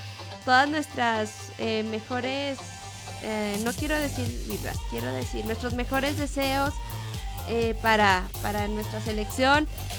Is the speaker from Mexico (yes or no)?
yes; Mexico; No es que tú eres de Chiapas, de Yucatán y yo soy de Sonora, no, es todos somos mexicanos, ¿sabes?